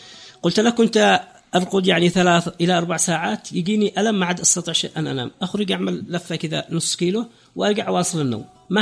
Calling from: Raymah, Yemen

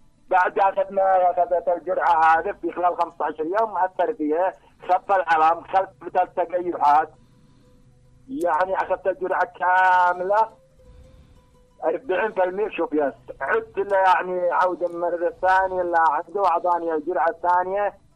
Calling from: Yemen

